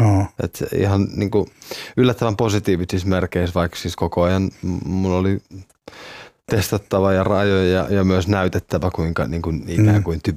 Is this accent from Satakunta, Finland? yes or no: no; Kotka, Kymenlaakso, Finland; also born or lived in Pyhtää; now in Porvoo, Finland; Siis mä asutan nyt Porvoossa, mä oon Kotkasta kotosin.